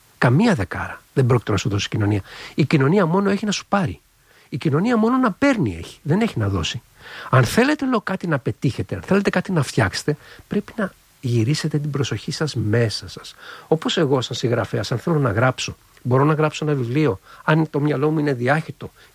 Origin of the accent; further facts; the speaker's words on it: Greece; παίρνουν καμιά φορά συνέντευξη, ας πούμε, και το ραδιόφωνο, η τηλεόραση, τη τοπική, ας πούμε, να μιλήσω σαν Έλληνας και αυτά, και λέω.